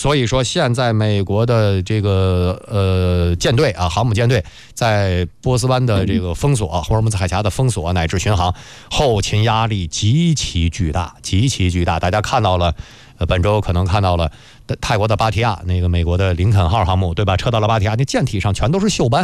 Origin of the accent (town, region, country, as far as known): China